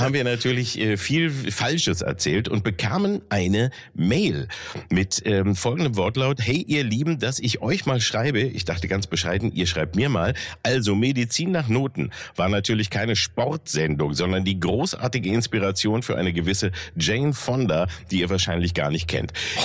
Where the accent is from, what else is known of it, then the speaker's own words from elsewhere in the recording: Peine, Lower Saxony, Germany; Ja, aber Peine, damals, wo ich aufgewachsen bin, galt als Zonenrandgebiet.